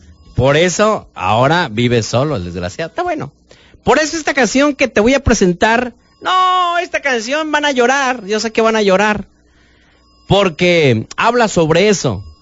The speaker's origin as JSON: {"language": "Spanish", "area": "Las Margaritas", "region": "Chiapas", "country": "Mexico", "tie": "born or raised there", "also_born_or_lived": "Comitán", "moved": "yes", "said": "yo soy originario de Margarita"}